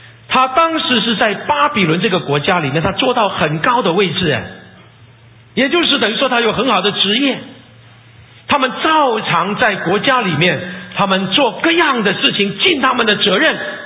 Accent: China; 其实特别是我们，我真的讲特别我们是中国人呢、啊，在我们中国啊

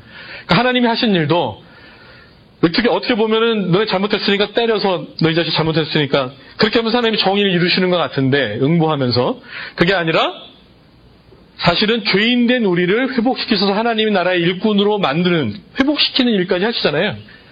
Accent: South Korea; now in Los Angeles, United States; 지금 이 LA 땅 제가 살고 있는 LA 땅에는 얼마나 많은 언어 그룹이 있고 어떤 그룹들이 살고 있는데 나는 한국 사람으로서 그 사람들과 어떠한 과거를 가지고 있는가.

